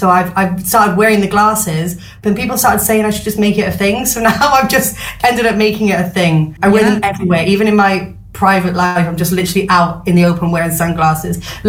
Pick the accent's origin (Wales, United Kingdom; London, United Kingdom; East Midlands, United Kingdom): Wales, United Kingdom; Newport; also born or lived in Chepstow; So I'm from Newport, South Wales.